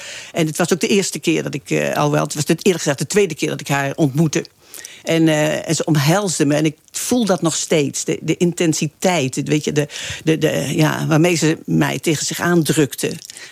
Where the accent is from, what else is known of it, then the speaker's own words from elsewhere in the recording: Arnhem, Gelderland, Netherlands; born there; moved away as an adult; also born or lived in Amsterdam; ik in 68 vanuit Arnhem, mijn geboortestad, naar Amsterdam ging.